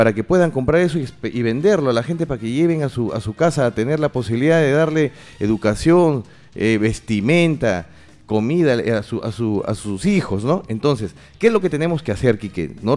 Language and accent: Spanish; Chiclayo, Lambayeque, Peru; la región San Luis, de donde yo soy